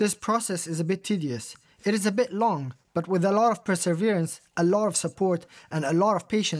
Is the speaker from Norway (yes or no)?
no; Bolivia; moved away as an adult; now in Germany; When I tell them I'm from Bolivia